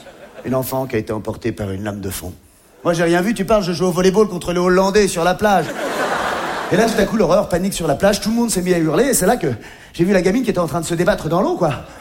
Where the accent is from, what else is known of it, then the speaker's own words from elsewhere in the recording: Grand-Quevilly, Normandy, France; Elle est rentrée chez elle à Châteauroux. Et moi, je suis rentré chez moi à Grand-Quevilly.